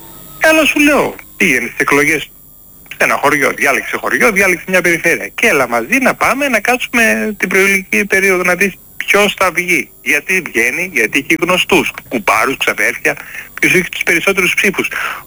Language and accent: Greek; Greece; now in Germany; εγώ τους Έλληνες και τέτοιο, και το λαό μου, δηλαδή την πατρίδα μου